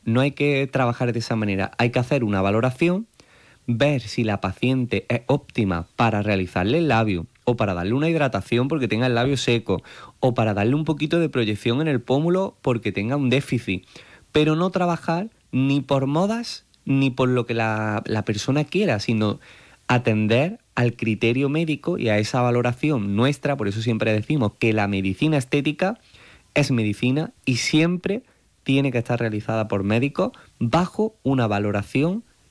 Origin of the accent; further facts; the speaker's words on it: Córdoba, Andalusia, Spain; en mi tierra, en Córdoba.